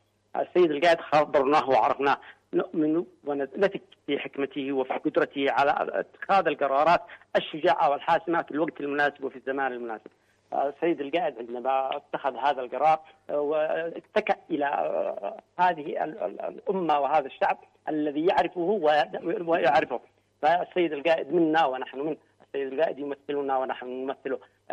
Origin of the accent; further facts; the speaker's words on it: Yemen; ومن حياتنا نحن كيمنيين